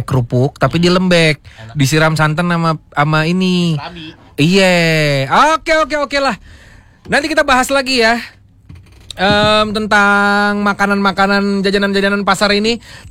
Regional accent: Tangerang, Banten, Indonesia; Gue anak Tangerang, men. Gue nih Banten.

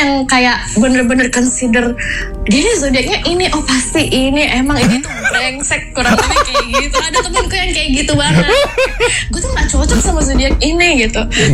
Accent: Jakarta, Indonesia; Aku sebenarnya besar di Jakarta sih, tapi orang tua aku bukan orang dari sini.

